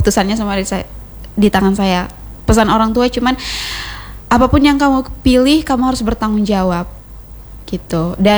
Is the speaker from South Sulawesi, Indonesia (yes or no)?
yes; Jeneponto, South Sulawesi, Indonesia; Kalau kan saya ini dari Jepot ya, Kak, Jeneponto.